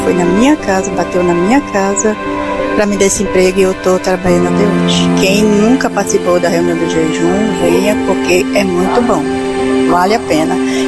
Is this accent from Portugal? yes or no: no; Almirante Tamandaré, Paraná, Brazil; eu sou de Almirante Tamandaré.